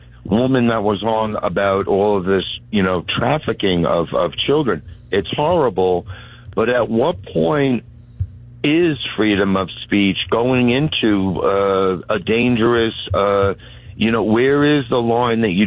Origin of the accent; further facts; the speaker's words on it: New York, United States; I'm from Long Island.